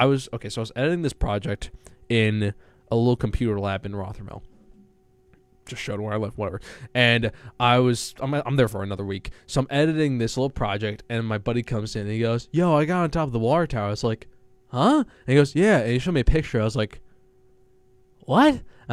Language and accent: English; Pennsylvania, United States; And so, and then you go to around my hometown, and there's like nothing for like 40 minutes. The closest thing is Reading.